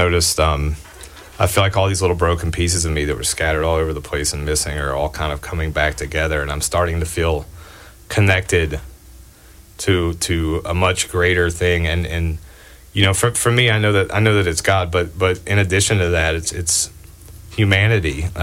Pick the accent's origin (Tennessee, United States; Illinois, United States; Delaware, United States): Tennessee, United States; Johnson City; I'm from Johnson City, Tennessee